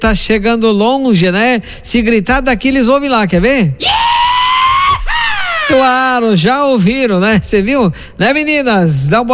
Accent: Ronda Alta, Rio Grande do Sul, Brazil; Um abraço, Ronda Alta, minha terra natal.

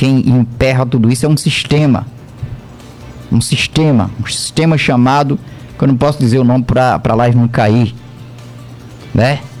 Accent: Campina Grande, Paraíba, Brazil; Nós somos de Campina Grande.

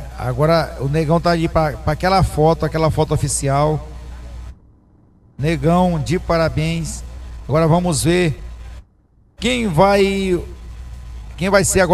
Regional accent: Brazil; Eu que sou lá do Antônio Dino

